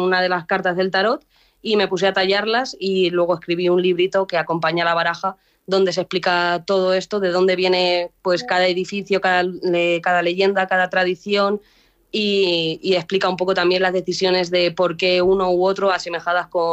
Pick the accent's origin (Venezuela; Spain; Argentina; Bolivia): Spain; Mota del Cuervo, Castilla-La Mancha; yo decía que era de Mota del Cuervo y la gente lo conocía. Entonces yo decía, pero ¿qué tendrá mi pueblo? Que yo no sé por qué todo el mundo lo conoce.